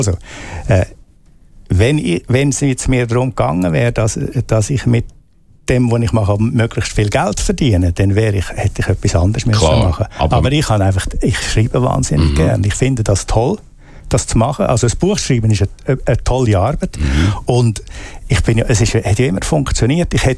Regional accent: Aargau, Switzerland; im Kanton Aargau, wo ich bin ein Aargauer

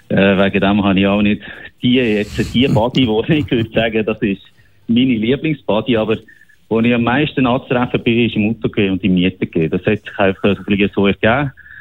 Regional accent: Solothurn, Switzerland; now in Aargau, Switzerland; Ja, das gehört man, glaube ich, an meinem Dialekt. Ich sage es eigentlich immer so, ich bin der Solothurner, der mit meiner Familie in Aargau wohnt und jetzt in Zürich arbeitet.

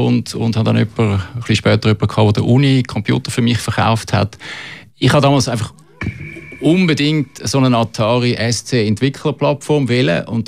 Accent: Magden, Aargau, Switzerland; Ich komme eigentlich aus Magde im Aargau.

